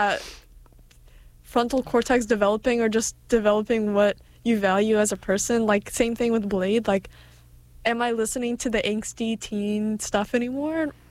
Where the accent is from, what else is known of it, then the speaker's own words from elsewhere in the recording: Ukraine; now in Boston, United States; I'm from Ukraine